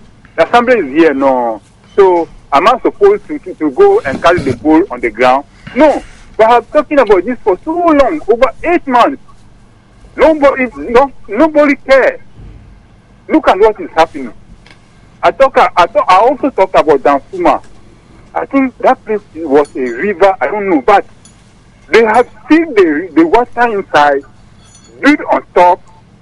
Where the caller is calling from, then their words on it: Ghana; I'm calling from Flamingo.